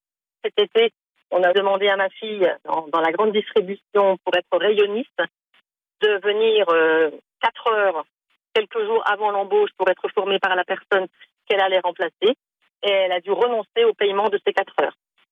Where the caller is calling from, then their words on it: Nancy, Grand Est, France; … de Nancy. Je suis une maman de jeunes adultes qui se lancent dans le monde du travail